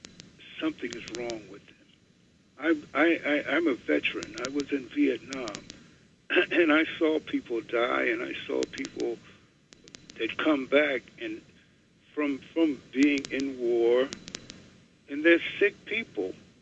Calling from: New York City, New York, United States; Calling from Brooklyn.

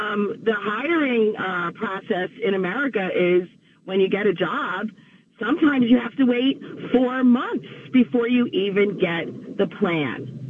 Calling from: Bergen County, New Jersey, United States; from Bergen County.

